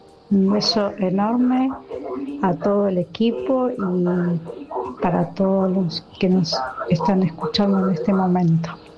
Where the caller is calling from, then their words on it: San Antonio de Padua, Buenos Aires Province, Argentina; de Padua.